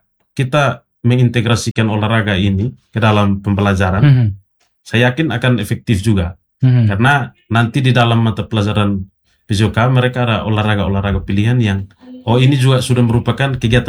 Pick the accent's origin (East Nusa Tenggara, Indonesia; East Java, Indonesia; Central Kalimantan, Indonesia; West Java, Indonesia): East Nusa Tenggara, Indonesia; ciri khas kita orang TTU